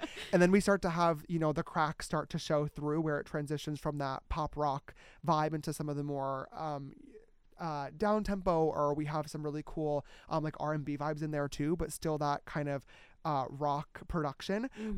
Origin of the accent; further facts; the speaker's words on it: New York, United States; moved away; back in my hometown of upstate New York